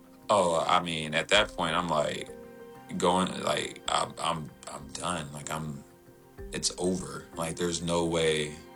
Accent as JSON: {"language": "English", "town": "Houston", "region": "Texas", "country": "United States", "tie": "born or raised there", "said": "So born and raised Houston, Texas, me and my dad, my mom, my sister, two sisters, one brother, but grew up pretty traditional household"}